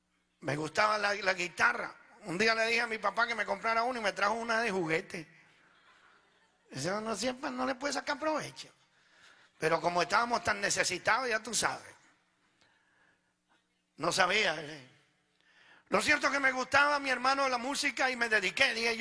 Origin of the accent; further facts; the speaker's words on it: Venezuela; moved away as an adult; also born or lived in Italy; now in Sacramento, United States; Yo nací en Italia, yo soy italiano. Llegué como a la edad de 7 años allá en Venezuela. Ahí nos criamos. Estuve viviendo allá en Venezuela como casi 37, 38 años, no sé cuánto. Ahora tengo 53.